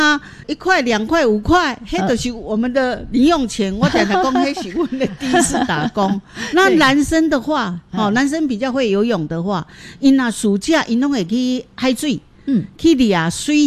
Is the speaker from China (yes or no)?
no; Keelung, Taiwan; 因为我在这里出生，早期这里就是一个很传统的渔村